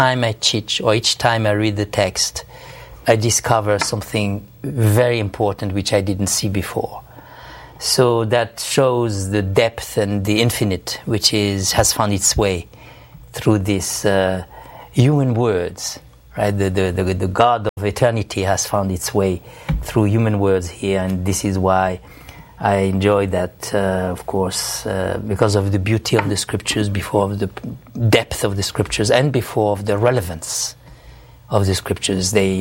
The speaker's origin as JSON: {"language": "English", "country": "France", "said": "I come from France, as it has already been said"}